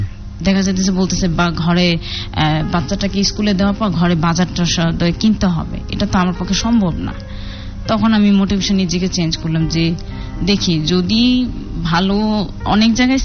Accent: Chittagong, Chittagong Division, Bangladesh; born there; এখানে আমি যেখানে চিটাগাং আমার জন্মস্থান হয়েছে সেখানকার তথ্য আমি আর কি কিছু পেয়েছি।

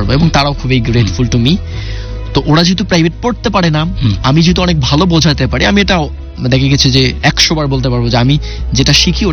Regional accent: Nilphamari, Rangpur Division, Bangladesh; আমার দেশের বাসা হচ্ছে নীলফামারীতে।

